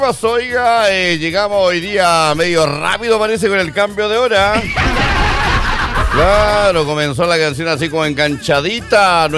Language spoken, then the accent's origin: Spanish; Chile; Así somos los chilenos